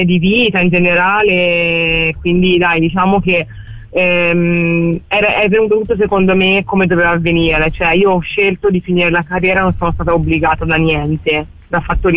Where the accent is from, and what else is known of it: Florence, Tuscany, Italy; born or raised there